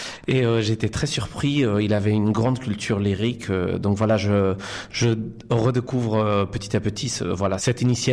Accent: Chile; moved away as an adult; now in France; Je viens du Chili.

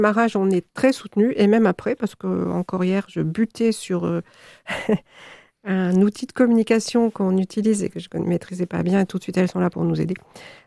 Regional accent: La Rochelle, Nouvelle-Aquitaine, France; now in Eysines, France; je suis de La Rochelle et très attachée.

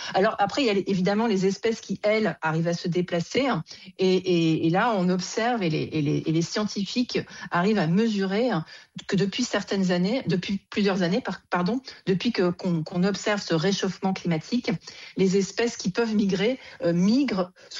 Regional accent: France; chez nous en France

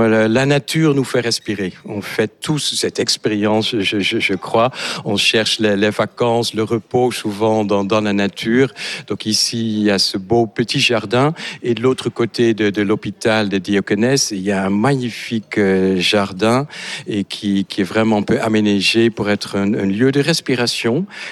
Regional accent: Netherlands; French is a second language; moved away as an adult; also born or lived in Amsterdam; now in France; depuis les 35 ans que je suis en France. Je suis néerlandais et donc venu il y a 35 ans en France.

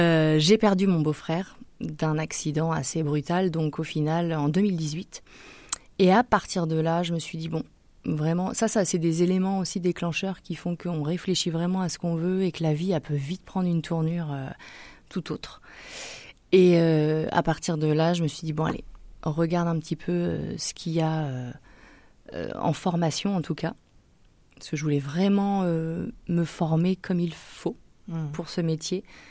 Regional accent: Vernon, Normandy, France; now in Bully, France; je suis originaire de Vernon, dans l'Eure. Je suis née là-bas.

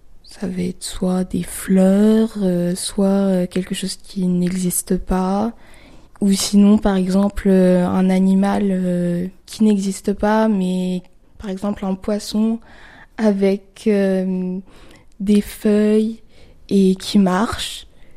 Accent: Montpellier, Occitanie, France; je suis née à Montpellier et j'ai vécu toute ma vie à Montpellier.

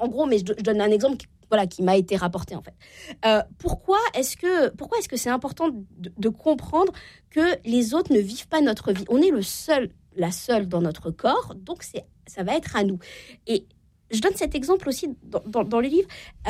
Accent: Normandy, France; je viens de Normandie, je peux me permettre de citer

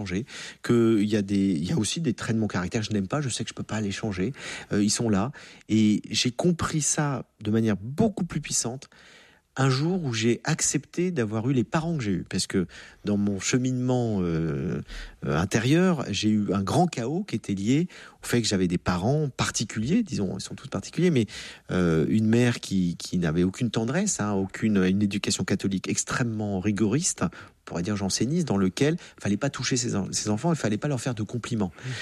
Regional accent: France; Quand on est français, on se plaint doublement, voilà.

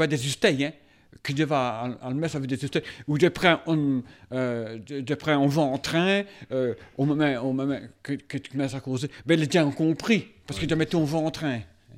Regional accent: Wallonia, Belgium; accent: Walloon; J'ai causé wallon quand j'ai revenu au village

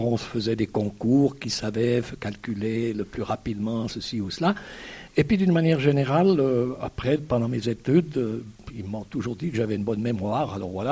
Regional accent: Fribourg, Switzerland; Je suis fribourgeois de naissance. Je suis né en ville de Fribourg. Mais mes parents étaient pas tout à fait de la ville de Fribourg. Ma mère était saint-ginoise, donc alémanique fribourgeoise.

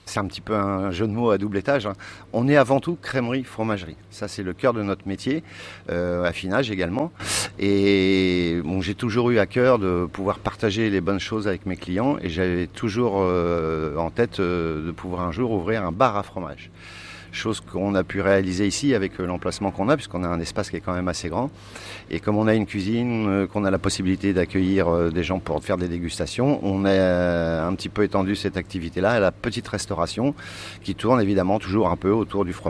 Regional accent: Rouen, Normandy, France; also born or lived in Noirmoutier; comme je suis natif de Rouen, j'ai choisi la Normandie.

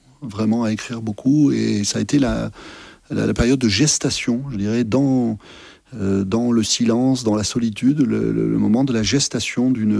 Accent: Massif Central, France; now in Paris, France; moi je suis originaire du Massif central, alors j'aime beaucoup la capitale

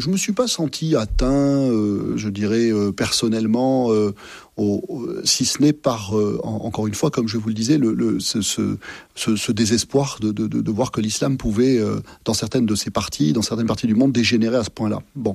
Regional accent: Massif Central, France; moi je suis originaire du Massif Central, alors j'aime beaucoup la capitale, hein, mais c'est quand même pas mon milieu naturel.

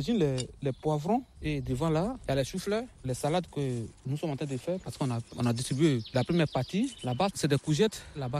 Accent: Côte d’Ivoire; moved away as an adult; now in France; je viens de la Côte d'Ivoire.

